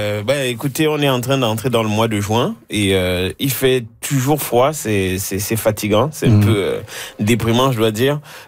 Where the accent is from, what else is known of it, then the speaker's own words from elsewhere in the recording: Cameroon; now in Canada; le Cameroun, qui est mon pays d'origine